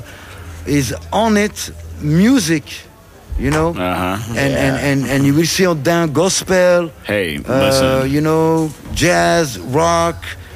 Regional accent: Liège, Wallonia, Belgium; English is a second language; Bro. I'm from Liège. You know.

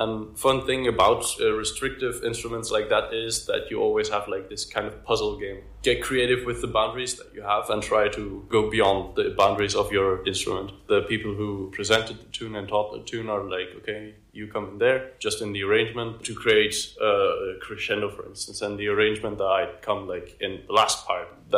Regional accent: Flanders, Belgium; I am from Belgium, from Flanders, from Limburg specifically, so the northeast of Belgium.

